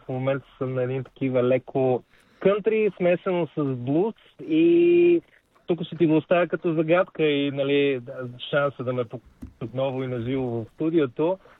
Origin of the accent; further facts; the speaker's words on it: Sofia, Sofia City, Bulgaria; като един софиянец, който избяга от леката жегичка в София и задух